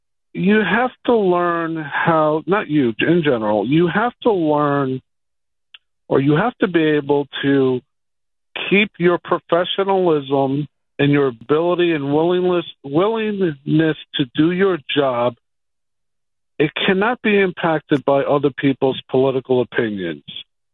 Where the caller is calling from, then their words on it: New York City, New York, United States; I live in North Flushing, right off Northern Boulevard there.